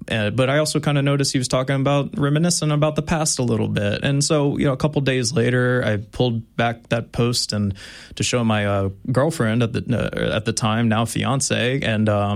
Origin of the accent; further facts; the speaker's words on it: Lafayette, Louisiana, United States; also born or lived in Baton Rouge; So born and raised in Lafayette, Louisiana, just one of the neighborhoods just south of the mall, Mall of Louisiana down, or not Mall of Louisiana, Mall of Acadiana, right? Sorry. I lived in Baton Rouge for some time